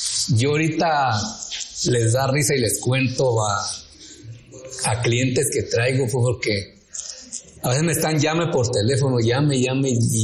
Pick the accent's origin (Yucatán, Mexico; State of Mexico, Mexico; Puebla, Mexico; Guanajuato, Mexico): State of Mexico, Mexico; Texcoco; also born or lived in Oaxaca; now in Cuauhtémoc, Mexico; pues ya no sé de dónde soy, pero pues yo creo originalmente de Oaxaca, soy parte texcocano, que nos criamos allá buena parte. Ajá. Y ahora por adopción acá en Cuauhtémoc, Chihuahua